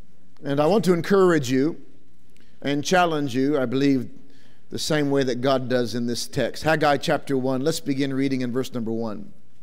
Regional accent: Ohio, United States; I already had a problem. I grew up in Ohio, so don't.

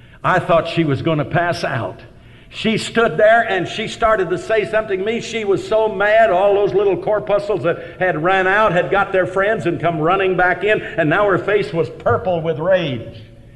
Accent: Ireland; Now, I don't mind a good fight. I'm Irish.

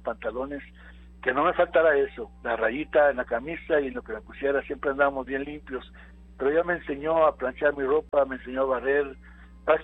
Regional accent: Guadalajara, Jalisco, Mexico; also born or lived in Gómez Palacio, Durango; Yo nací en Gómez Palacio, Durango, ahí en Durango nací yo, y después de un tiempo mi papá nos llevó para vivir allá en Guadalajara, allá por el sector Libertad

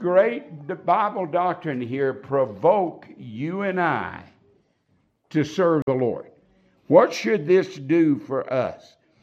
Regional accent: Texas, United States; I preached in my hometown last Sunday about, as I said, about 50 miles out of Amarillo.

